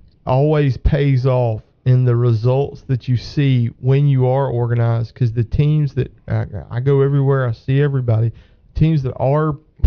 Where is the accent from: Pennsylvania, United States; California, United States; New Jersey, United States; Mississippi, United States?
Mississippi, United States; Brookhaven; I grew up out in Nola Road